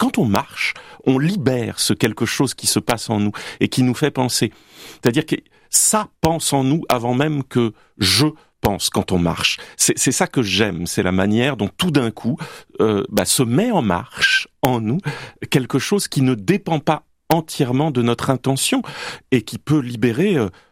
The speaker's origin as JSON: {"language": "French", "town": "Bordeaux", "region": "Nouvelle-Aquitaine", "country": "France", "said": "je suis bordelais"}